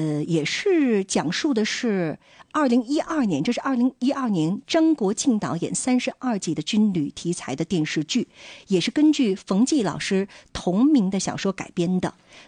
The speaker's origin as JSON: {"language": "Chinese", "town": "Dalian", "region": "Liaoning", "country": "China", "tie": "born or raised there", "said": "如果是在旅顺长大和我一样的话"}